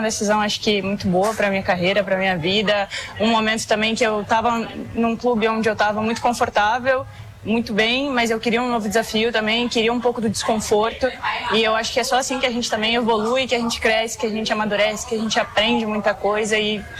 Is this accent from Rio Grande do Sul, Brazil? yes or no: yes; Rio Grande do Sul, Brazil; moved away; Sou gaúcha